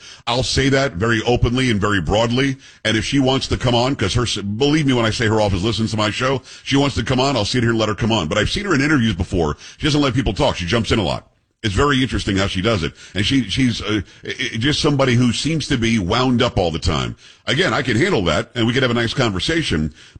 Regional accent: New York, United States; now in San Antonio, United States; I'm originally from New York.

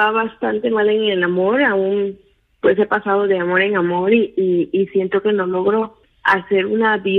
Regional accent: Oaxaca, Mexico; born there; Soy de Oaxaca, Oaxaca.

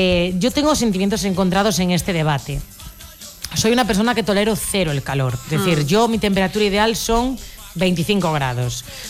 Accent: Canary Islands, Spain; yo soy de Canarias

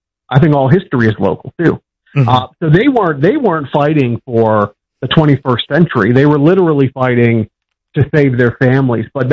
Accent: Pittsburgh, Pennsylvania, United States; You know, I'm from Pittsburgh. If I had gone into the family business, I would have been a fourth generation steel worker.

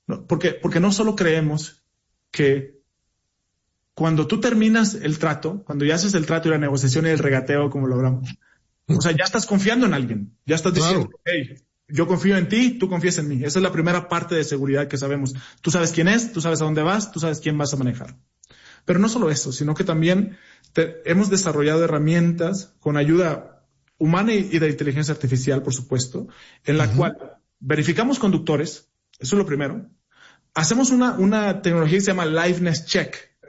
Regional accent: Matamoros, Tamaulipas, Mexico; Yo soy de Matamoros, pero yo voy a Matamoros cada 2-3 semanas.

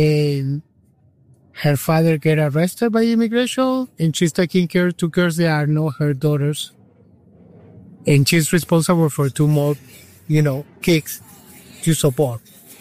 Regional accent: Chicago, Illinois, United States; My mom is Italian, my dad is Venezuelan, so that's why I learned the Spanish, but I grew up in the Midwest in Chicago.

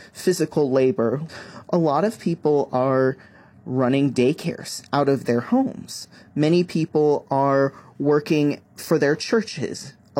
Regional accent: Texas, United States; moved away as an adult; also born or lived in Florida; now in Southwest Virginia, United States; So I grew up in Texas, then I moved to Florida for 6 years to do graduate school, and then I came up to Southwest Virginia.

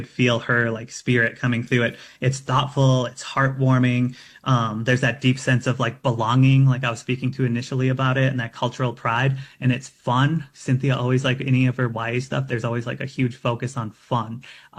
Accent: Red Lake Indian Reservation, Minnesota, United States; now in Denver, United States; Like, I live in Denver, but I'm from the Red Lake Indian Reservation in northern Minnesota.

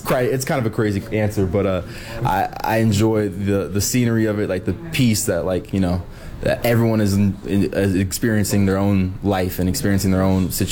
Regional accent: Sacramento, California, United States; moved away as an adult; now in Bethlehem, United States; Yeah, I'm from Sacramento, California. I'm a senior.

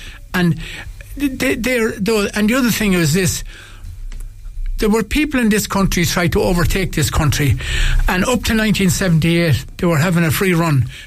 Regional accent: Ireland; We are, because that's the way we were taught as Irish soldiers.

